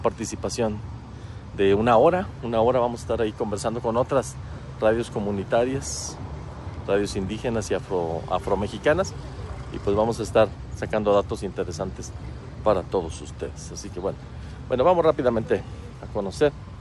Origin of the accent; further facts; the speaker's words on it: Coahuila, Mexico; los tamales allá en mi tierra, en Coahuila